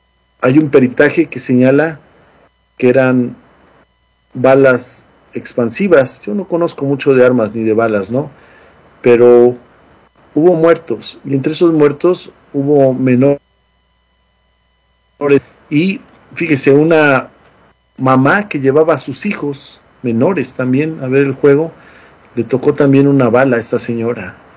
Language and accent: Spanish; Yautepec, Morelos, Mexico; moved away; el municipio de donde yo soy originario, que la cabecera municipal es Yautepec, Morelos